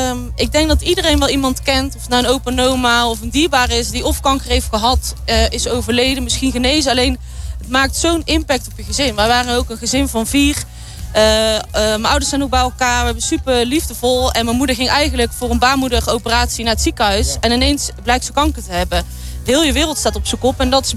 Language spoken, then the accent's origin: Dutch; Prinsenbeek, North Brabant, Netherlands; Want je zit allemaal uit hetzelfde dorp. We komen uit Prinsenbeek.